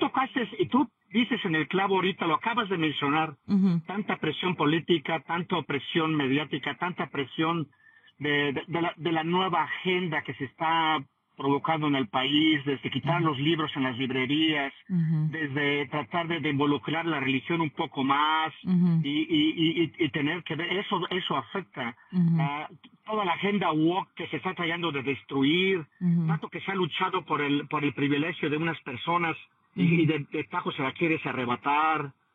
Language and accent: Spanish; Mexico; La mayoría de nosotros en México, de nuestra generación